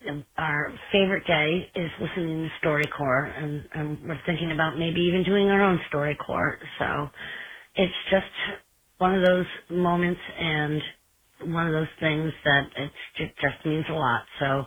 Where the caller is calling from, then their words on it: Delray Beach, Florida, United States; also born or lived in Connecticut; from Delray Beach, and I've been listening to NPR, well, with my dad since I was still in Connecticut, but here I am in Florida